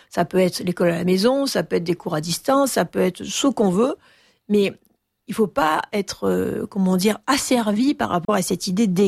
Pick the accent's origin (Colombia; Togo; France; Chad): France; Manosque, Provence-Alpes-Côte d'Azur; Bon, moi, j'ai été élevée à Manosque, dans le sud-est de la France